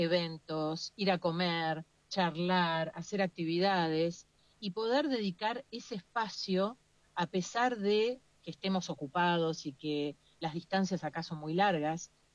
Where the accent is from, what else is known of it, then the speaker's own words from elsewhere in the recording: Argentina; moved away; los argentinos que vivimos acá